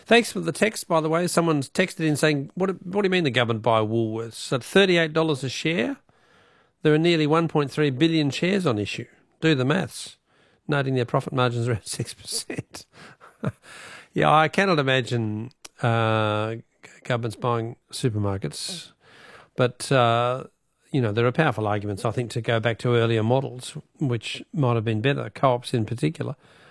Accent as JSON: {"language": "English", "country": "Australia", "said": "if I ask this question, Steve, as an Australian, do you reckon that we've ever got good value out of the minerals that we own?"}